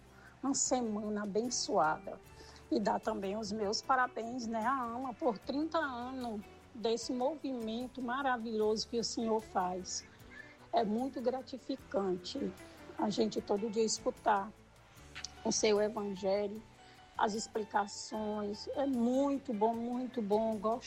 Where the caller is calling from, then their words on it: Fortaleza, Ceará, Brazil; sou aqui de Fortaleza, Ceará.